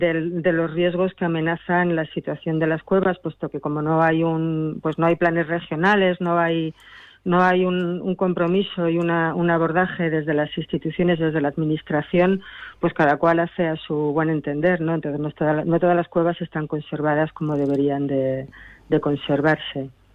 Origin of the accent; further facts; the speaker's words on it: Alcarria, Spain; muchas personas de pueblos pequeñitos, de una parte de la Alcarria, que estamos preocupadas